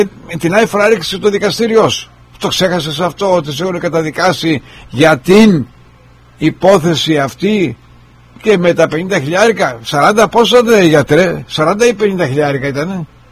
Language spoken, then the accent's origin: Greek; Kefalonia, Ionian Islands, Greece; born there; γιατί είμαι από την Κεφαλονιά.